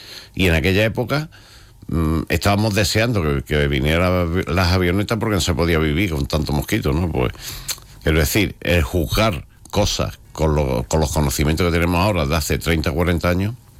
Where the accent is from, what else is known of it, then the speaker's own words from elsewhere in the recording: Huelva, Andalusia, Spain; yo soy de Huelva y llevo mucho tiempo aquí